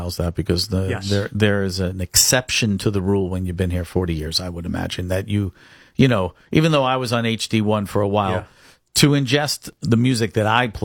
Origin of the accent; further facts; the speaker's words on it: North Arlington, New Jersey, United States; I grew up in North Arlington.